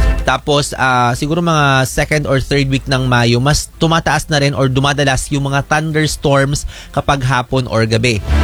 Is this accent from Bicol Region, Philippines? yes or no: yes; Bicol Region, Philippines; moved away; nung umuwi ako sa Bicol, sa Catanduanes noong Holy Week, may isang bayan sa amin.